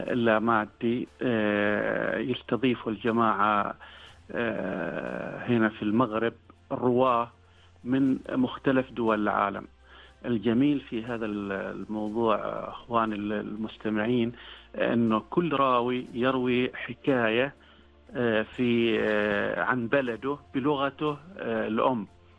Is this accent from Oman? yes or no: yes; Oman; عندنا في عمان.